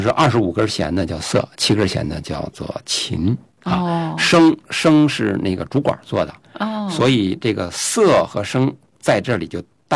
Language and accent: Chinese; China; 我们中国人自己的做法